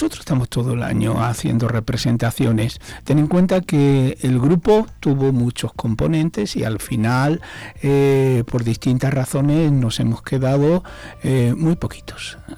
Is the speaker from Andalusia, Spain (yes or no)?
yes; Cádiz, Andalusia, Spain; en todos los sitios menos en mi tierra, que soy de Cádiz.